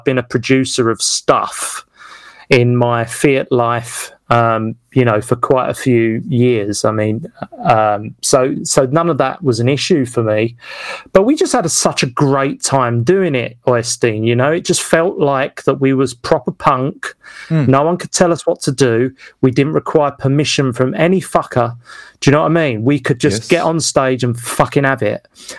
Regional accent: Westcliff, East of England, United Kingdom; doing a show in Westcliff in my hometown

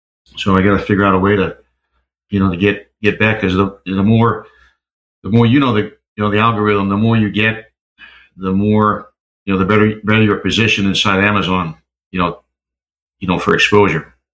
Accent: Maine, United States; born or raised there

